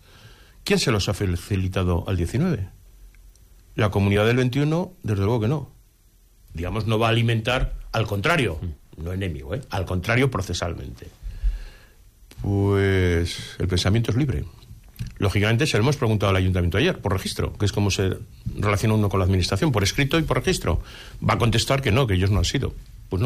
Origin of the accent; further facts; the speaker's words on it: Pozondón, Aragon, Spain; en la sede de Ser Teruel me siento como en mi casa porque, como he dicho, soy de Teruel, soy de Pozondo.